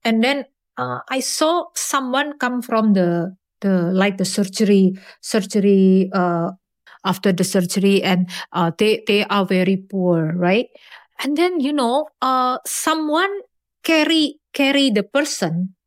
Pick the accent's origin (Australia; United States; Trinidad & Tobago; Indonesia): Indonesia; Semarang, Central Java; English is a second language; I'm from Semarang, right?